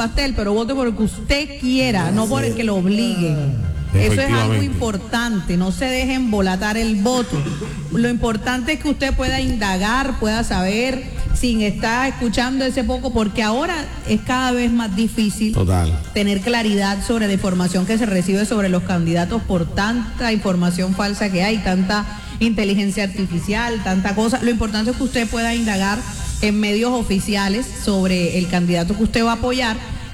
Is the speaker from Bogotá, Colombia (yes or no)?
no; Cartagena, Bolívar, Colombia; que todos los cartageneros este domingo salgamos juiciositos a votar.